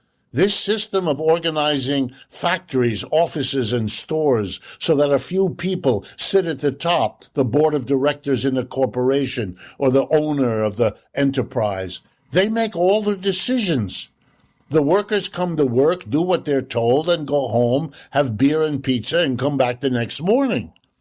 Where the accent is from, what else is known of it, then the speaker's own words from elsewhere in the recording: Ohio, United States; born there; first language German; English is a second language; My first language is German. My second language is French. And I learned English only when they dropped me into kindergarten here in the United States. I was born to my refugee parents in Ohio